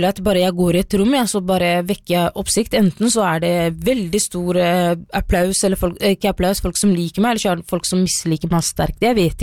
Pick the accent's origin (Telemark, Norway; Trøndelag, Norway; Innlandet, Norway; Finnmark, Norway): Telemark, Norway; Skien; born there; jeg vokste opp i Skien